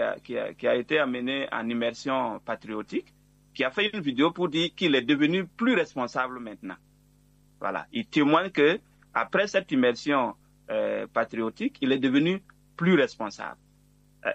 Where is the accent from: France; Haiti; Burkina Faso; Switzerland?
Burkina Faso